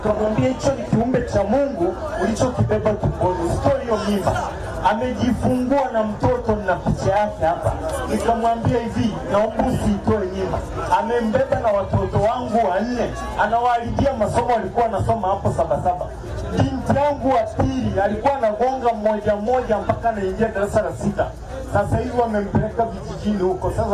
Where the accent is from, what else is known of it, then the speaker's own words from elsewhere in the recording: Tarime, Mara, Tanzania; born there; Ni toka nimezaliwa hapa Tarime, nimezaliwa hapa.